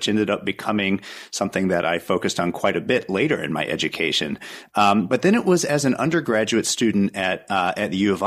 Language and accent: English; Champaign, Illinois, United States; born or raised there; moved away